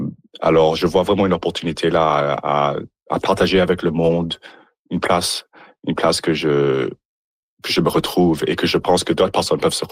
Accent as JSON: {"language": "French", "town": "Nipawin", "region": "Saskatchewan", "country": "Canada", "said": "Je suis originaire de Nipawin, je suis même à Nipawin tout de suite là, chez mes parents."}